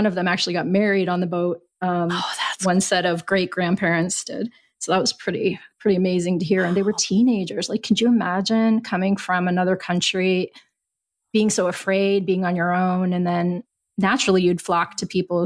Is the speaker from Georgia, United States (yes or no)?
no; Campbell, Ohio, United States; moved away; I was born in Camel, Ohio, raised in Camel, Ohio, which is a small town in the Rust Belt. At the time I was born, though, it wasn't rusty yet.